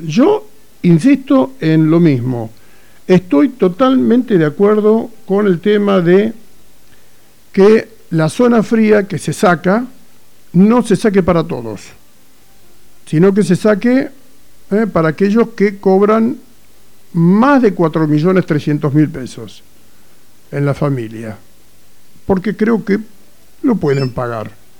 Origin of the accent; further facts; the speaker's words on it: Argentina; somos todos argentinos, somos todos iguales